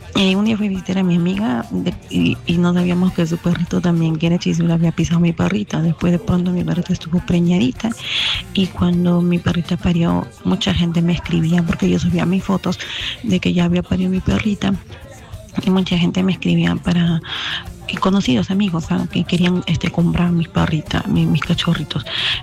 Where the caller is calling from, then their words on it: Lima, Peru; sacado de Lima.